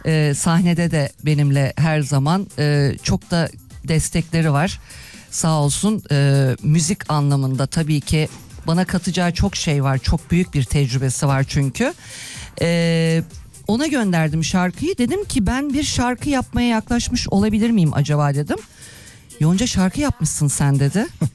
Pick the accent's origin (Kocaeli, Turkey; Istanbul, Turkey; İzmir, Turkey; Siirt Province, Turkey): Istanbul, Turkey; also born or lived in Ankara; Ankara'da doğdum ama İstanbulluyum diyeceğim. Çünkü 12 yaşımdan beri İstanbul'da yaşıyorum ama doğum yerim Ankara.